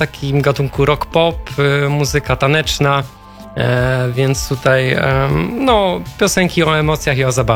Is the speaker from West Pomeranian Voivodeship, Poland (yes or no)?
no; Stąporków, Świętokrzyskie Voivodeship, Poland; now in Kielce, Poland; Pochodzę ze Stąporkowa, obecnie pracuję i uczę się w Kielcach.